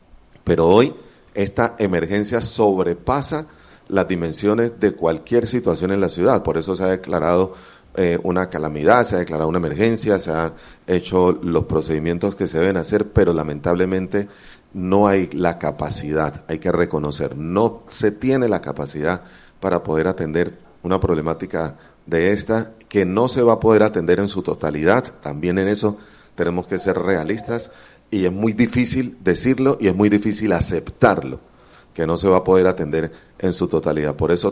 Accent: Cape Verde; Claro. Cabo Verde, que... mi pueblo del alma.

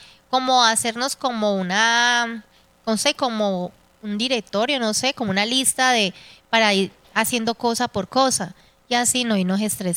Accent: Cartago, Valle del Cauca, Colombia; Ella es de Cartago Valle, mi tierra.

